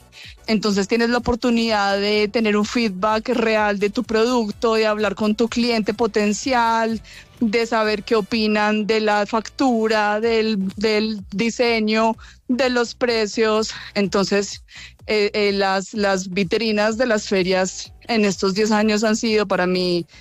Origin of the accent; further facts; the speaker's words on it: Manizales, Caldas, Colombia; now in Bogotá, Colombia; Hay una feria que no me pierdo, que es la feria de mi ciudad. Yo soy de Manizales y en la feria artesanal en enero llevo más o menos 8 años asistiendo